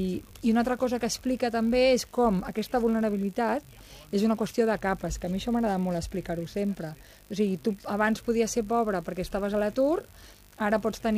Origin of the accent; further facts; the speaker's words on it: Barcelona, Catalonia, Spain; Jo soc de Sant Martí, hi ha moltes escoles que...